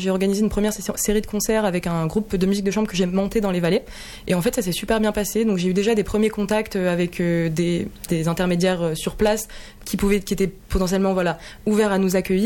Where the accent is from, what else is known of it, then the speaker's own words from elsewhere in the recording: Pau, Nouvelle-Aquitaine, France; moved away as an adult; Ma maman est originaire de Trimbareil et j'ai grandi à Pau, donc j'ai fait le conservatoire. Et puis, quand je suis partie pour faire une prépa, je suis arrivée à Boulogne-Billancourt.